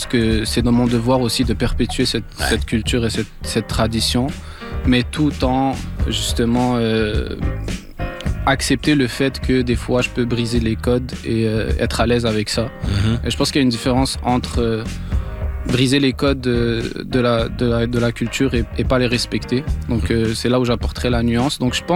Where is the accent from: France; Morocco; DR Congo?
Morocco; now in Canada; moi, je suis marocain